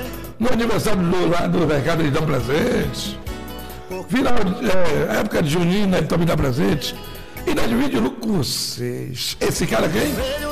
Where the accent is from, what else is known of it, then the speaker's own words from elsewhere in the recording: Ubaitaba, Bahia, Brazil; Eu sou de Mirapitanga, eu sou de Ubaitaba